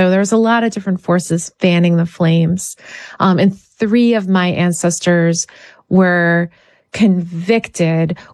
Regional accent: Pennsylvania, United States; I was talking with your producer who's from West Virginia and I'm from Pennsylvania. The woods feel really haunted.

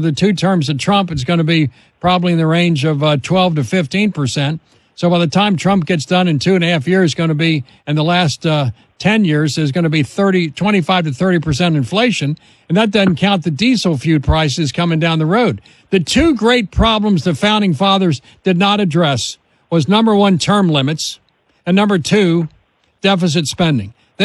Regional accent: Kentucky, United States; Of course, Senator Rand Paul from my home state of Kentucky is the junior senator

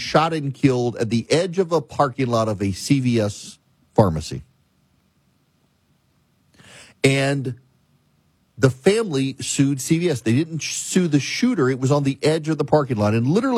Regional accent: Louisiana, United States

